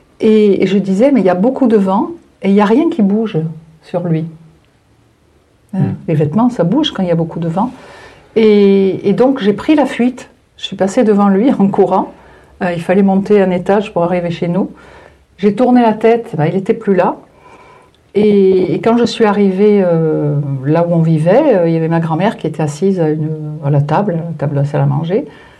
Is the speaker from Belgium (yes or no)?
no; Calvi, Corsica, France; je suis corse et on habitait à Calvi.